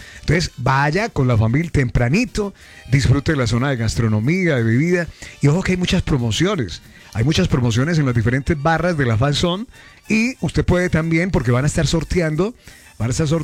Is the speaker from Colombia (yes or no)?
yes; Colombia; me recalcan de verdad que soy un buen colombiano